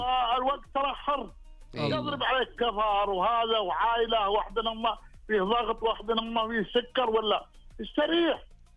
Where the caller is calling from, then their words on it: Al-Fuwara, Al-Qassim, Saudi Arabia; من الفوارة … من الفوارة التصيب